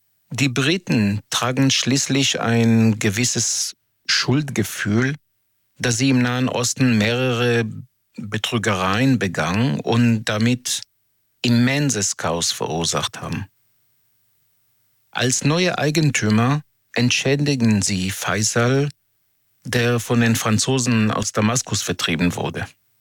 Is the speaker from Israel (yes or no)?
yes; Israel; Ich komme aus Israel, eine Demokratie, die gerade zerfällt, genau wegen Menschen, wie ihr es seid.